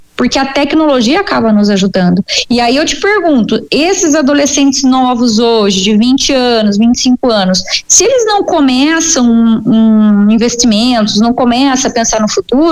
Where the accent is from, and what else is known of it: Brazil